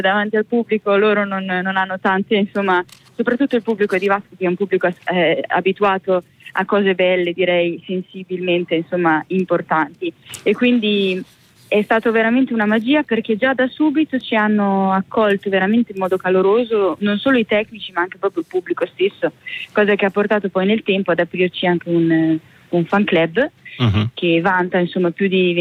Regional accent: Pesaro, Marche, Italy; perché io sono di Pesaro, quindi nelle Marche

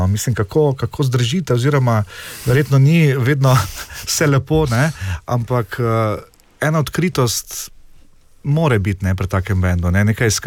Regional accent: Styria, Slovenia; kot rečemo Štajerci, tu ni zajmancije, ne.

